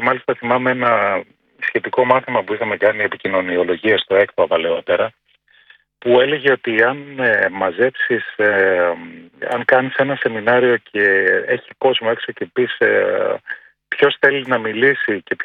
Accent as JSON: {"language": "Greek", "town": "Thessaloniki", "region": "Central Macedonia", "country": "Greece", "said": "Εγώ είμαι από τη Θεσσαλονίκη"}